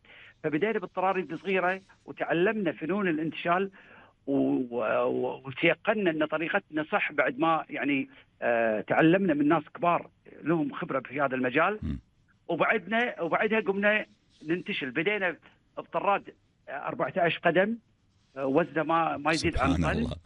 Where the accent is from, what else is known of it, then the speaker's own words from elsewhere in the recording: Kuwait; عندنا بالكويت ما يصير واحد يفتح له حتى البقاله بدون مرخصه.